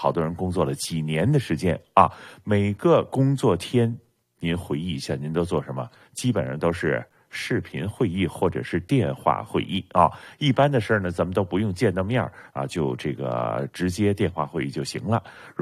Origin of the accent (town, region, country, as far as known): Canada